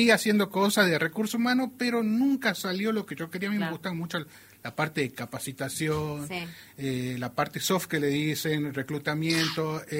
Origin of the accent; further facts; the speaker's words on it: Salta, Argentina; El salteño, yo soy de la idea que por ahí te cruzan y te dicen, ¿vos sos de Salta? Sí.